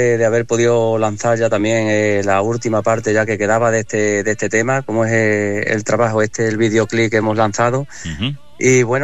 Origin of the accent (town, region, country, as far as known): Azuaga, Extremadura, Spain; born or raised there